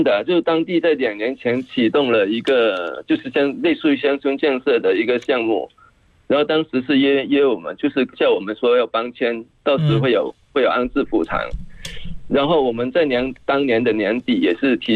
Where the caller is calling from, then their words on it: Jieyang, Guangdong, China; 我是来自广东省觉阳市惠来县省前镇的